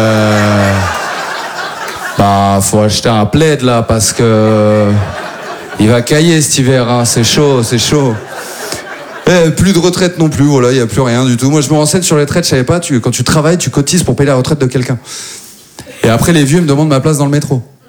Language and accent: French; Maubeuge, Hauts-de-France, France; now in Paris, France; moi je viens de Maubeuge, donc c'est vraiment, ouais, c'est l'ascension sociale là, c'est très content d'être là. Maubeuge, petite ville dans le Nord-Pas-de-Calais, c'est maintenant ça va, j'habite à Paris